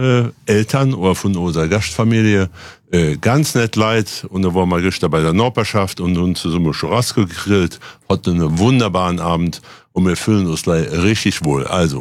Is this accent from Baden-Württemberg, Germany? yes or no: no; Saarland, Germany; accent: Saarland Platt; Ich komme nicht aus dem Hunsrück, ich komme aus dem Saarland.